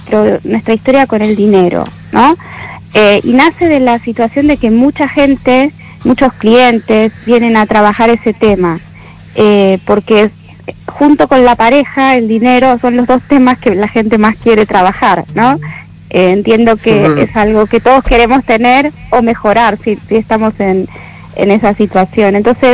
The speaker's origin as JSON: {"language": "Spanish", "country": "Argentina", "moved": "as an adult", "lives_now": "Galicia, Spain", "said": "yo soy argentina, de madre gallega, ¿no? O sea, hace 4 años que estoy aquí"}